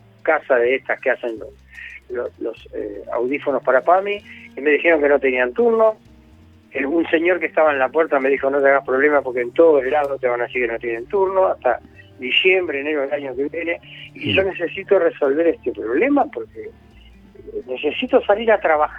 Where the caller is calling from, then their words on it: Quilmes, Buenos Aires Province, Argentina; de Quilmes.